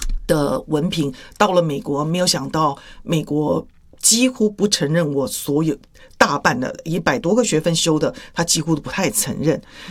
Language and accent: Chinese; Taiwan; moved away; 因为我们台湾学普通话中文呢需要当我在念那个学注音符号的时候